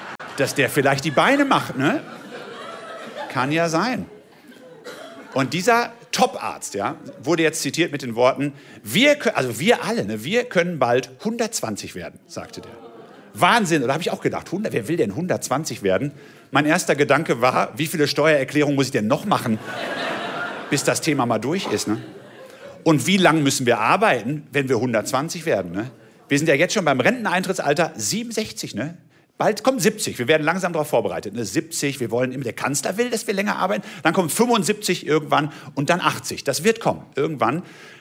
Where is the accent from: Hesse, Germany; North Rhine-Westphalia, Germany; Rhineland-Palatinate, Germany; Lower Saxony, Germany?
North Rhine-Westphalia, Germany; Haltern am See; und habe auf der Bühne, so wie heute gesagt, ich komme aus Haltern am See.